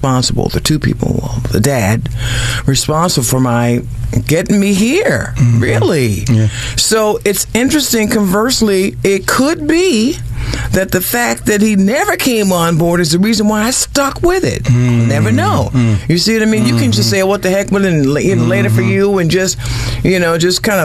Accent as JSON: {"language": "English", "town": "Miami", "region": "Florida", "country": "United States", "tie": "born or raised there", "said": "I'm originally from Miami, Florida."}